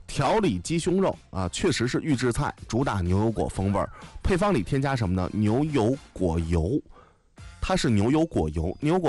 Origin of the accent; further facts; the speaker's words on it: Anhui, China; 尤其咱们安徽人对吃鸡太讲究了